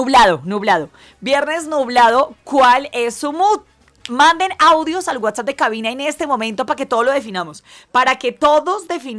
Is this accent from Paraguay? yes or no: no; Tlatlauquitepec, Puebla, Mexico; Tlatlauquitepec, mi tierra natal